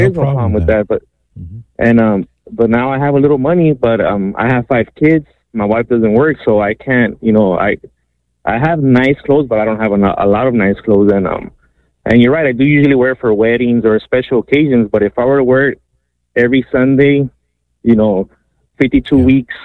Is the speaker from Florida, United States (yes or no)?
no; Los Angeles, California, United States; also born or lived in Mexico; So I grew up in Los Angeles, but originally from Mexico, and we grew up here without money, so we didn't have slacks or dressy shoes to go to mass, you know.